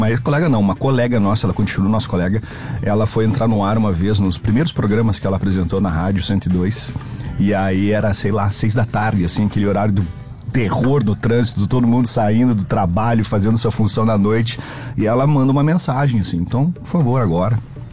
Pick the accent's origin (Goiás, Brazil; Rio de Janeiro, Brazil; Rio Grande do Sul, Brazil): Rio Grande do Sul, Brazil; Carazinho; moved away; lá na minha cidade, em Carazinho.